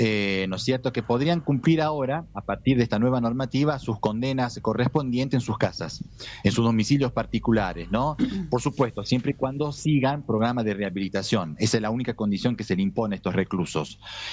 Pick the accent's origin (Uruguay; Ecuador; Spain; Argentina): Argentina; now in Rome, Italy; nuestra cultura argentina